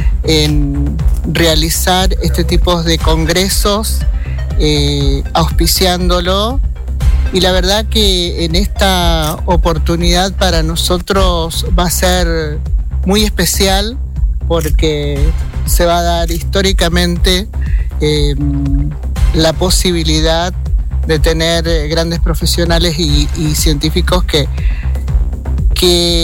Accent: Chaco, Argentina; lo que somos los chaqueños y los argentinos al mundo.

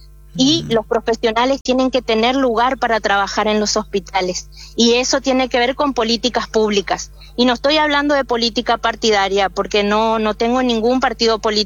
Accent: Buenos Aires, Argentina; also born or lived in Formosa; now in Itatí, Argentina; Yo soy porteña, pero la vida llevó a mi familia a Formosa. Entonces, en Formosa hay parte de mi familia, mi consultorio, y mi mamá está viviendo ahora en Itatí hace 4 años aproximadamente.

